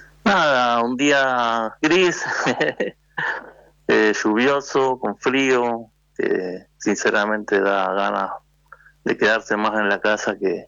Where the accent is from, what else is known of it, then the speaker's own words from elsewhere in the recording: Quilmes, Buenos Aires Province, Argentina; also born or lived in Berazategui / Olivos; nací en Quilmes, soy de Quilmes, mi infancia en Berazategui, mi adolescencia en Olivos